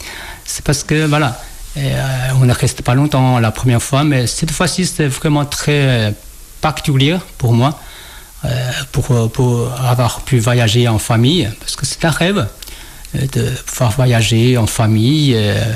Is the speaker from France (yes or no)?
no; Shaanxi, China; je rentre très peu chez mon pays natal, qui n'est pas à Wujian, qui est dans la région de Xi'an